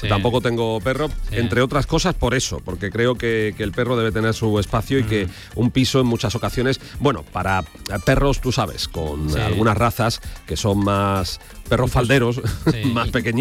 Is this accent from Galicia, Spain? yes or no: no; Andalusia, Spain; las de mi tierra, en las del Marco de Jerez